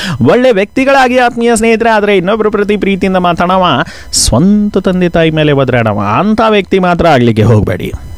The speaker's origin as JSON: {"language": "Kannada", "town": "Belagavi", "region": "Karnataka", "country": "India", "said": "ಈಗ ನೀರಿನ ಸಮಸ್ಯೆ ಇಡೀ ನಮ್ಮ ಕುಂದಾನಗರಿ ಬೆಳಗಾವಿಗೆ ಬಂದಿದೆ."}